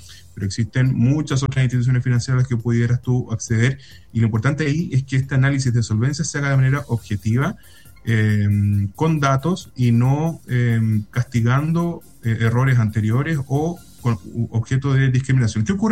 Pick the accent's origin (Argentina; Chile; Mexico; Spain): Chile; Viña del Mar, Valparaíso; also born or lived in Villa Alemana; nosotros partimos en la quinta región, nosotros somos de Viña. Bueno, yo precisamente tengo mi corazón dividido entre Villa Alemana y Viña del Mar. Estudié en Valparaíso